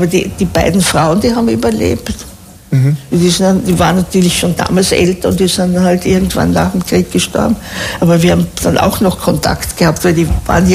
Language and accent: German; Vienna, Austria; Ich bin Wienerin.